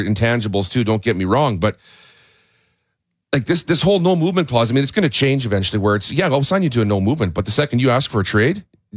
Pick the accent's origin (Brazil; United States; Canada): Canada; Manitoba; I'm from Manitoba.